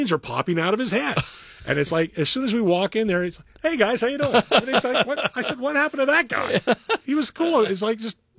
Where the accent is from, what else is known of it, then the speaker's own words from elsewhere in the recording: United States; I'm American.